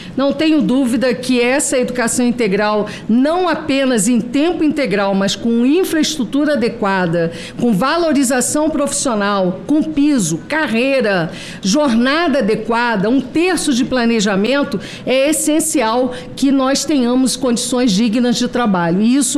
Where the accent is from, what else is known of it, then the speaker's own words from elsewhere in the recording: Campos dos Goytacazes, Rio de Janeiro, Brazil; eu sou de Campos Goytacazes.